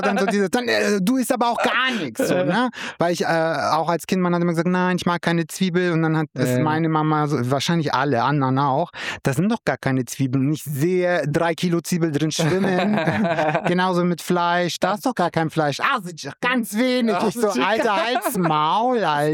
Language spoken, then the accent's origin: German; Rotenburg, Germany